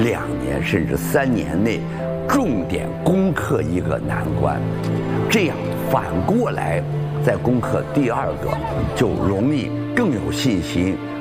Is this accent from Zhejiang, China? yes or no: no; Shaanxi, China; 就像我们陕西人，就像我们西北人，很粗犷